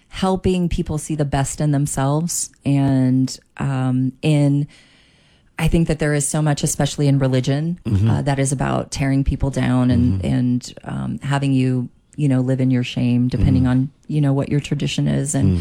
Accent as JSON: {"language": "English", "town": "Miami", "region": "Florida", "country": "United States", "tie": "born or raised there", "said": "I grew up in Miami, so I took Spanish from like kindergarten on. And because I was in Miami, I can cuss really well in Spanish"}